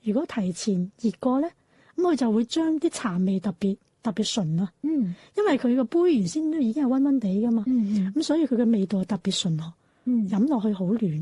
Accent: Lingnan, China; 我哋岭南

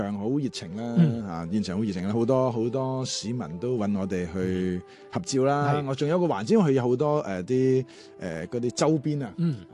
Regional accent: Macau; 我本身係 雖然澳門人啫

